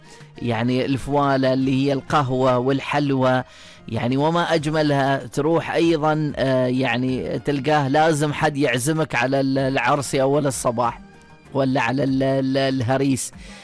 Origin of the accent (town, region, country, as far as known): Oman